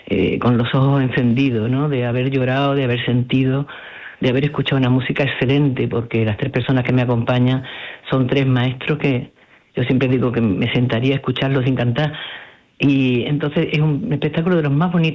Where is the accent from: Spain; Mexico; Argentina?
Spain; Andalusia; siempre que dices yo soy andaluza, se recibe con una sonrisa y una buena cara